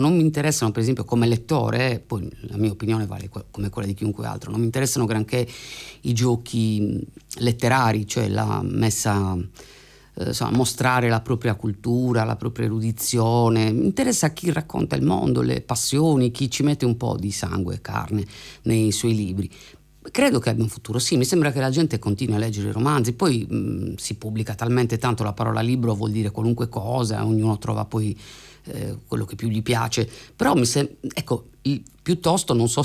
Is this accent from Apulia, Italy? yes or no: no; Sardinia, Italy; moved away as an adult